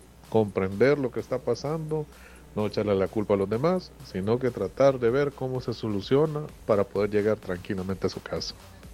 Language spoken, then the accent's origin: Spanish; El Salvador; que la verdad es algo que de verdad deberíamos de tener como salvadoreños, como cultura, como personas conscientes al volante